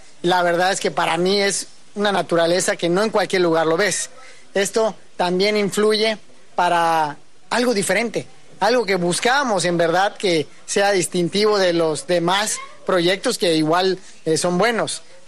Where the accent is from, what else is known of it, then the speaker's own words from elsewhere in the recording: Yucatán, Mexico; como yucateco estamos rodeados de una zona henequenera